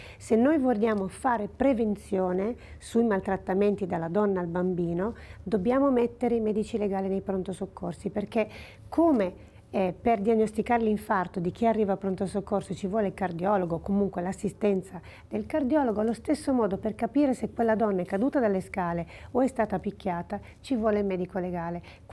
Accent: Pontestura, Piedmont, Italy; Io so che … al mio paese natio, che è Pontestura, che è vicino a Casale Monferrato, è Pontestura

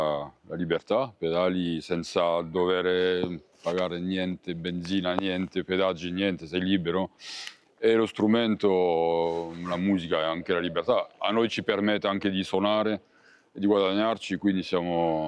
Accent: France; Italian is a second language; moved away; sono francese.

